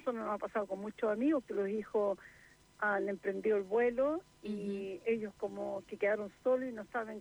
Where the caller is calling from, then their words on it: Santiago, Santiago Metropolitan Region, Chile; De Santiago.